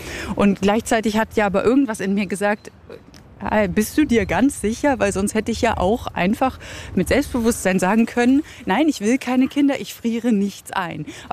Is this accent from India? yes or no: no; Germany; moved away as an adult; now in Basel, Switzerland; Ich komme aus Deutschland, wie man hört, und bin seit 2013 in der Schweiz, damals fürs Praktikum gekommen und dann einfach nie wieder gegangen.